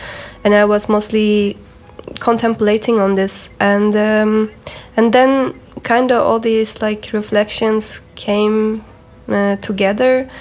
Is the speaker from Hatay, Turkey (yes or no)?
no; Istanbul, Turkey; moved away; for me it's such a symbol of my hometown, like neighborhood, because like in Istanbul there are so many public transportation